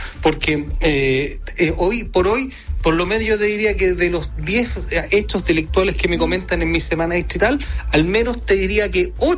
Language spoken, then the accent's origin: Spanish; Chile; yo lo digo como cualquier chileno